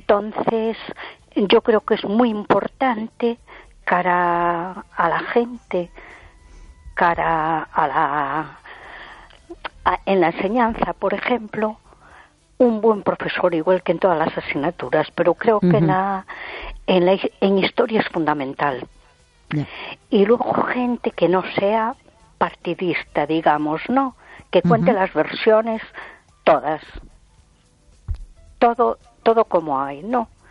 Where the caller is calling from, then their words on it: A Coruña, Galicia, Spain; de Coruña.